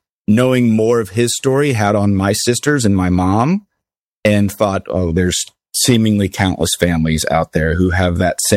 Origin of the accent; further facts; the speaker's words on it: Fort Worth, Texas, United States; I am from and currently working out of Fort Worth, Texas. I was born and raised here.